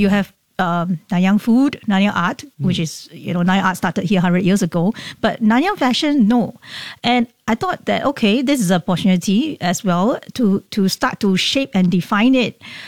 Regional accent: Singapore; born there; I was born in Singapore, but my parents are Malaysian. Mm-hmm. So my mom is from Penang.

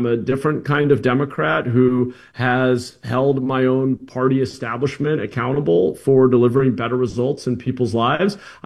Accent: Watsonville, California, United States; So I grew up outside of Watsonville in the unincorporated rural area of Santa Cruz County in farmland, surrounded by fields.

